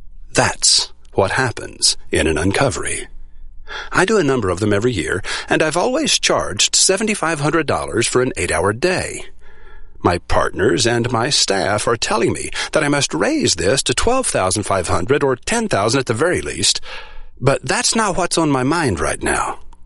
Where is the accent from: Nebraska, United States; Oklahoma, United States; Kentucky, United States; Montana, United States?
Oklahoma, United States; also born or lived in Texas; I was born in Texas and raised with rough boys in Oklahoma